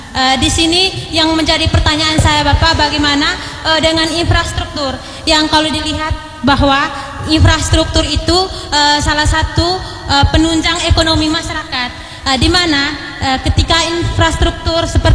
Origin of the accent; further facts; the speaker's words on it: East Nusa Tenggara, Indonesia; saya berasal dari Manggarai Timur.